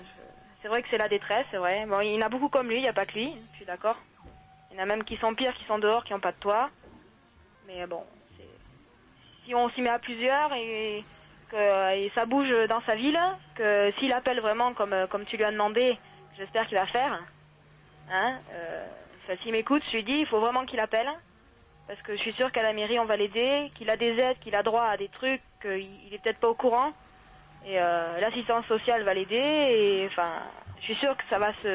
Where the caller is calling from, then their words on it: Cestas, Nouvelle-Aquitaine, France; 25 ans, de Sestas.